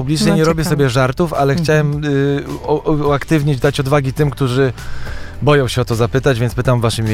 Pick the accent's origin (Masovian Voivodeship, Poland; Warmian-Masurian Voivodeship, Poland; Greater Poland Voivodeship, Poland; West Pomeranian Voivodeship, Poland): Masovian Voivodeship, Poland; Warsaw; ja z Warszawy